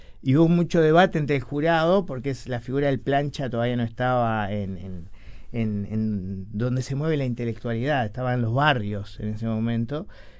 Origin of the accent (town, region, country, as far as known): Montevideo, Uruguay; born there